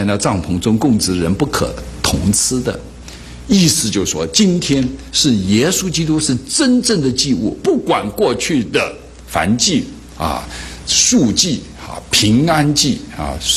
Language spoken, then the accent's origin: Chinese; China; 所以我们中国人是什么都吃，那现在也活得蛮长的啊。